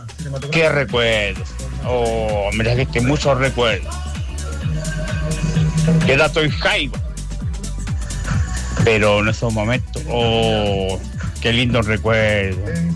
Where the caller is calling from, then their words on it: Quillota, Valparaíso, Chile; de Quillota.